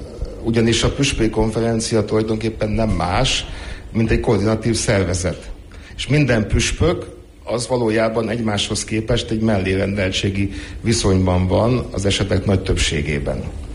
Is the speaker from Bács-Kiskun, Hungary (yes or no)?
yes; Kecskemét, Bács-Kiskun, Hungary; hát például az én szülővárosomban, Kecskeméten a városi tanács választotta a plébánost